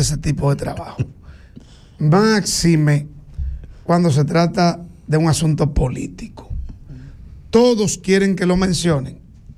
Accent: Barahona, Dominican Republic; born there; en La Vija podía haber luz eléctrica si yo era presidente de la República, que es el lugar donde yo nací.

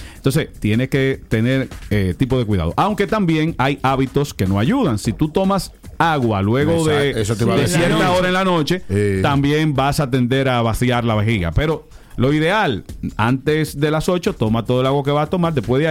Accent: Costa Rica; No, pues soy tico.

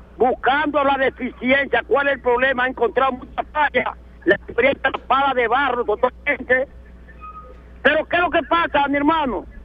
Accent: Dominican Republic; born there; Villaragua, mi pueblo que me vio nacer

